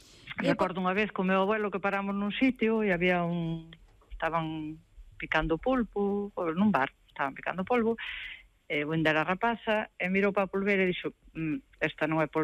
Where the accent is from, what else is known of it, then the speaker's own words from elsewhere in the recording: Arcos, Galicia, Spain; Eu considero que as miñas compañeiras do meu pobo de Arcos nin son millores nin peores que a min.